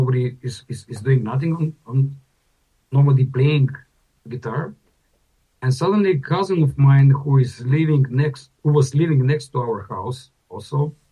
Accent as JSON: {"language": "English", "town": "Kumanovo", "country": "North Macedonia", "moved": "yes", "lives_now": "Skopje, North Macedonia", "said": "So now I'm currently in Ohrid at the moment, but I'm living in Skopje. And I'm from Kumanovo."}